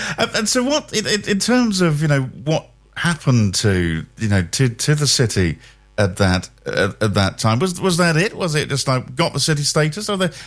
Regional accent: Colchester, East of England, United Kingdom; born there; I grew up in part in Colchester, which was bigger than Chelmsford.

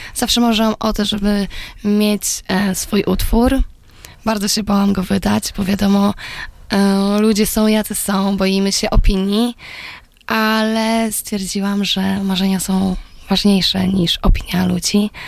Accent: Biskupiec, Warmian-Masurian Voivodeship, Poland; now in Luton, United Kingdom; Pochodzę z Warmii i Mazur, z pięknego miasteczka Biskupiec. Pozdrawiam wszystkich, jeżeli mnie tam słuchacie.

